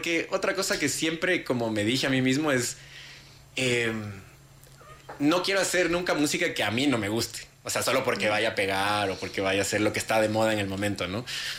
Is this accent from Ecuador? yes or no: yes; Ecuador; Siendo ecuatoriano, ¿cómo así en inglés?